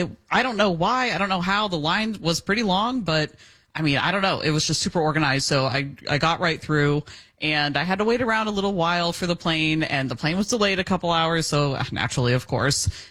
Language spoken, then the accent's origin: English; United States; I don't. I definitely don't. So, I'm all American.